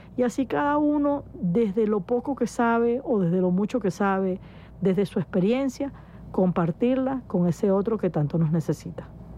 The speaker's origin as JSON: {"language": "Spanish", "country": "Venezuela", "said": "Como venezolanos, como hermanos, como amigos."}